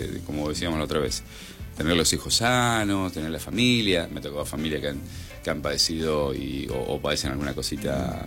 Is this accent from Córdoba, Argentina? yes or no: no; San Juan, Argentina; born there; moved away; Nací en San Juan. Mamá mendocina y papá sanjuanino.